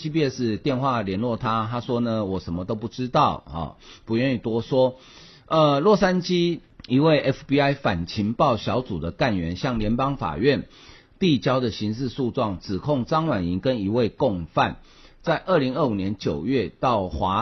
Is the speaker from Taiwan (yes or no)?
yes; Taiwan; 我每次去外国，有外国人问到说，知道我是台湾来